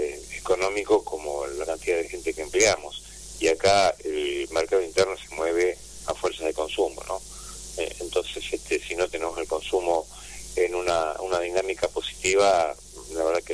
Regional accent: Moreno, Buenos Aires Province, Argentina; Mira, yo soy de provincia de Buenos Aires, de Moreno.

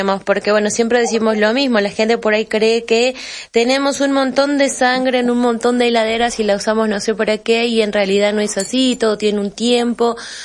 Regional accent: Salta, Argentina; reconscientes somos los salteños

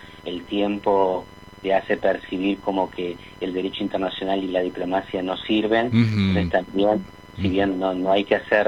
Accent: Argentina; nosotros como argentinos

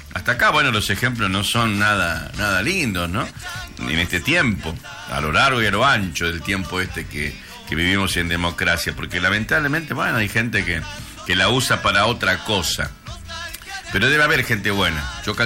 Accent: Argentina; yo creo que todos somos argentinos

